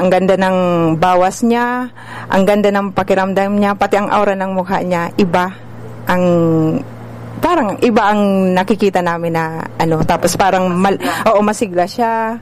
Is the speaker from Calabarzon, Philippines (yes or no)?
no; Legazpi, Bicol Region, Philippines; taga Porok 7, Kambugtong, Legazpi City.